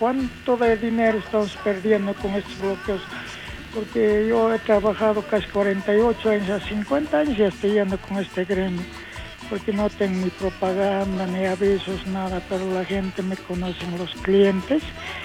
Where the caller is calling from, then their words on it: Poopó, Oruro, Bolivia; yo soy de Popó también